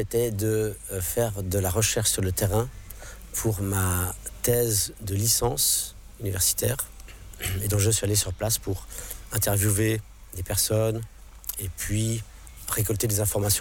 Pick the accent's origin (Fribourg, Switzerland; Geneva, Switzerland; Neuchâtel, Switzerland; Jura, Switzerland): Geneva, Switzerland; born there; first language English; French is a second language; moved away as an adult; also born or lived in United States; Moi, je suis né à Genève, mais ayant grandi avec ma mère anglophone, eh bien, ma langue maternelle est l'anglais. Donc ça, c'est très pratique d'avoir l'anglais dès la naissance. J'ai ensuite appris le français à l'école.